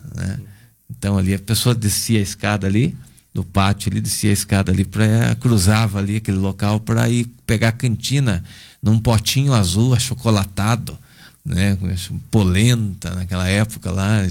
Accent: Telêmaco Borba, Paraná, Brazil; born there

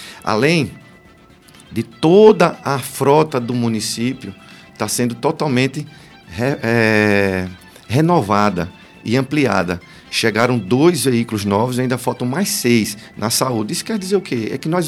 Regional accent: Lagarto, Sergipe, Brazil; não só para a minha terra Lagarto, mas para todo o estado de Sergipe

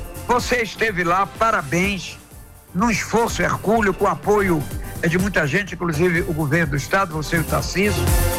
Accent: Amapá, Brazil; eu como amapaense, como entusiasta pela minha terra

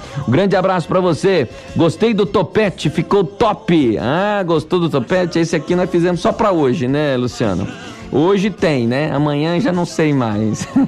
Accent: Paraná, Brazil; no meu Paraná.

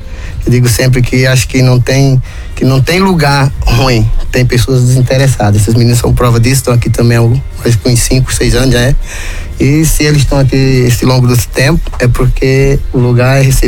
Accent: Petrolina, Pernambuco, Brazil; moved away as an adult; also born or lived in Santa Cruz da Venerada; now in Ituporanga, Brazil; Eu sou de Santa Cruz da Venerada. Ah. E me criei entre Santa Cruz e Petrolina. Ah. Eu tenho metade da minha vida em Santa Cruz ali, 10 anos em Santa Cruz, 10 anos em Petrolina, 19 já em Ituporanga.

